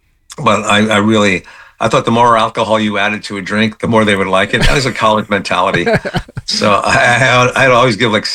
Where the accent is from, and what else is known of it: Bridgeport, Connecticut, United States; born or raised there